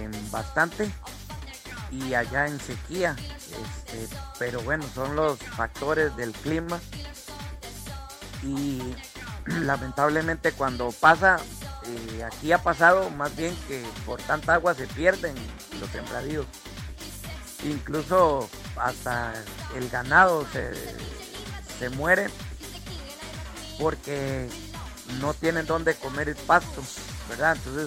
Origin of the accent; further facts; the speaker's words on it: Costa Rica; yo como costarricense